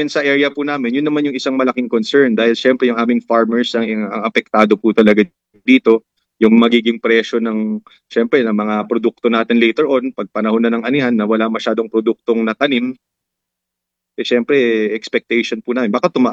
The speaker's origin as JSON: {"language": "Tagalog", "region": "Cagayan Valley", "country": "Philippines"}